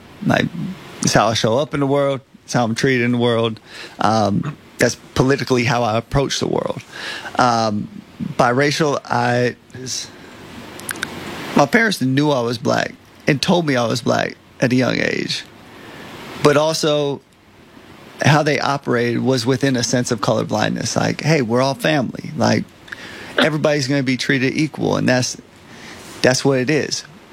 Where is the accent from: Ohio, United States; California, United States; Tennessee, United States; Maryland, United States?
California, United States; my parents are white from Wisconsin. We grew up in Central California.